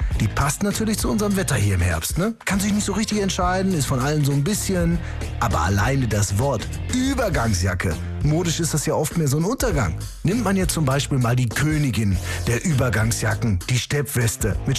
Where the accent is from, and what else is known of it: Germany